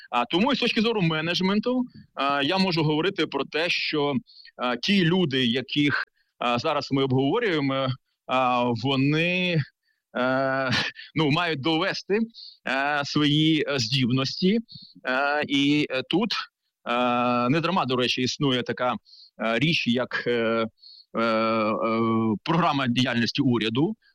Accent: Mykolaiv, Mykolaiv Oblast, Ukraine; я сам з Миколаєва

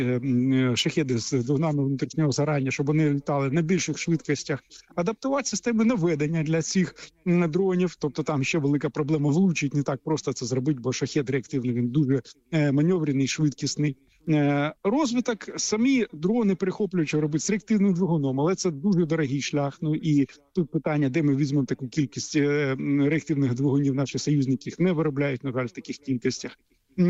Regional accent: Sumy, Sumy Oblast, Ukraine; moved away; моє рідне місто Суми, в якому я був геть недавно.

